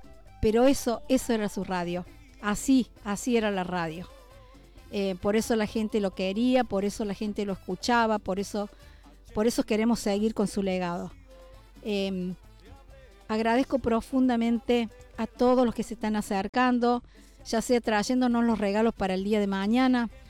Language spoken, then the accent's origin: Spanish; Argentina; Somos argentinos y debemos demostrarlo con este color tan lindo, el celeste y blanco.